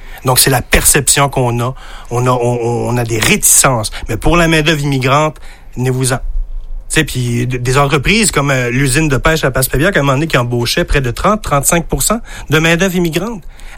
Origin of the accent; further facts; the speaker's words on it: France; now in Quebec, Canada; Moi, je viens de la France, là.